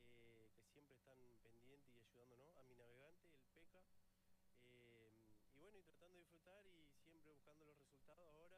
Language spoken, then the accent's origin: Spanish; Entre Ríos, Argentina; now in Puerto Madryn, Argentina; Yo de chiquito veía rally en Entre Ríos, porque soy de ahí